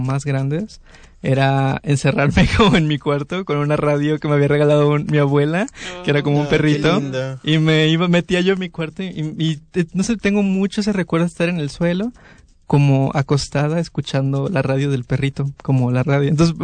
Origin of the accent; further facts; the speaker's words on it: Rinconada, Veracruz, Mexico; moved away; ese territorio de la infancia, que es Rinconada. Mi familia se dedica y se ha dedicado pues, la mayor parte de su historia a las refaccionarias, a cosas que tienen que ver con autos.